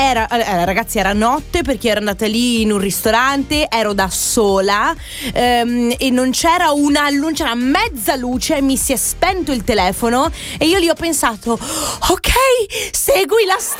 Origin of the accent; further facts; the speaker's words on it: Veneto, Italy; dalle mie parti. Si chiama zone Caorle